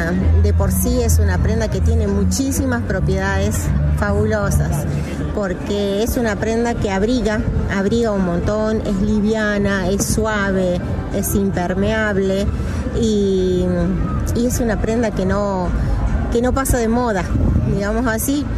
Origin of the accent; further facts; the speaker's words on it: La Tercena, Catamarca, Argentina; soy artesana textil del departamento Fray Mamerto Esquiuc, precisamente de La Tercena.